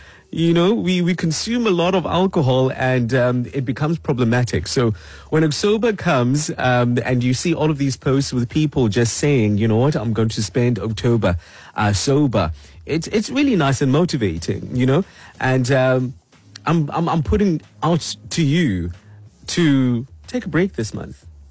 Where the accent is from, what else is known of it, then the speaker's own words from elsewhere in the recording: South Africa; I'm a South African